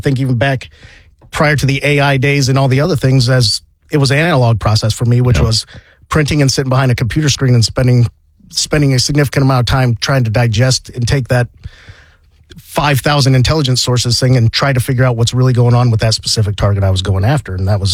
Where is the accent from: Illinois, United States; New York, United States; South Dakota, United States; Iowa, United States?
Iowa, United States; Denison; now in Kansas City, United States; originally from the small town of Denison, Iowa, out in the west side of Iowa.